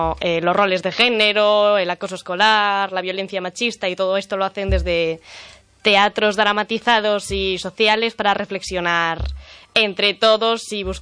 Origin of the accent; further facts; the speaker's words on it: Villarrobledo, Castilla-La Mancha, Spain; Sí, yo soy de Villarrobledo.